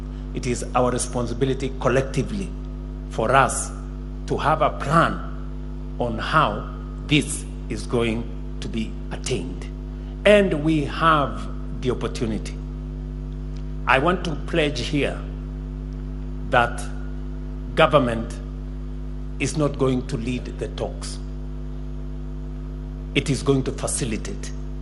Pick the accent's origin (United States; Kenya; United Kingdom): Kenya; as a Kenyan myself.